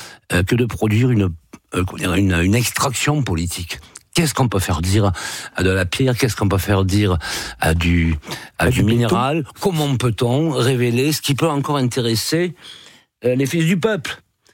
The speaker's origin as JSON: {"language": "French", "region": "south of France", "country": "France", "accent": "Southern French", "said": "Vous voyez, j'ai un accent du Sud, mais ça suffit."}